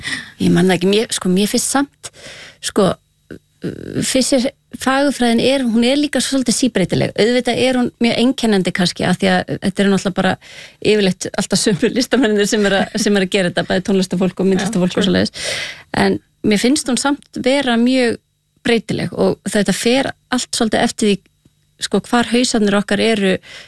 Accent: Mosfellsbær, Capital Region, Iceland; born or raised there

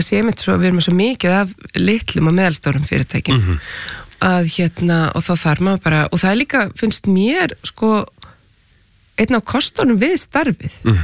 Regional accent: Reykjavík, Capital Region, Iceland; also born or lived in Spain / Copenhagen; Já, ég borgabatn, ég bara ólst upp í Vesturbænum.

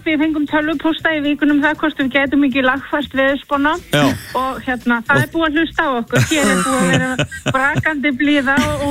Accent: Kópavogur, Capital Region, Iceland; Ég er nú bara aln upp í íþróttarhreyfingunni í Kópavogi í fimleikahreyfingunni hjá Gesplu

